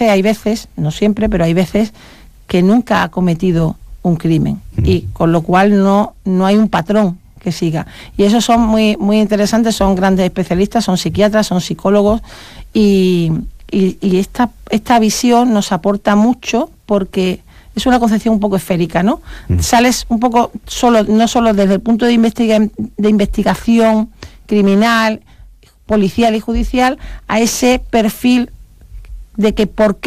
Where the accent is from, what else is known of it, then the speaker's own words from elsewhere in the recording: Seville, Andalusia, Spain; en mi tierra, que yo soy sevillana